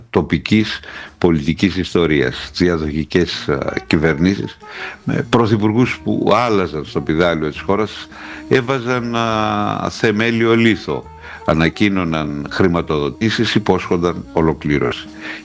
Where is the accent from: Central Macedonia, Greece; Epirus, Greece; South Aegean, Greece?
Epirus, Greece; Arta; η πατρίδα μου, η μικρή μου πατρίδα, η Άρτα.